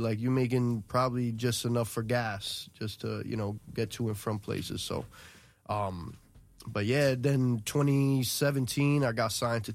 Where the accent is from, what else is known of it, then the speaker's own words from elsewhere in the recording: New York, United States; we're from New York. We got a different slang, right?